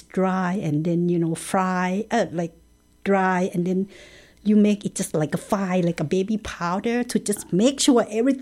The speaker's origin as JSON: {"language": "English", "country": "Thailand", "tie": "born or raised there", "second_language": "English", "moved": "as an adult", "lives_now": "Canada", "said": "when I were young, I was like when I grew up in Thailand"}